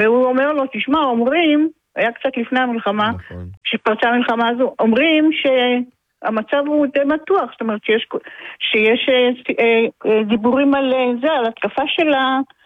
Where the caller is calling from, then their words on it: Petah Tikva, Central District, Israel; אני מפתח תקווה.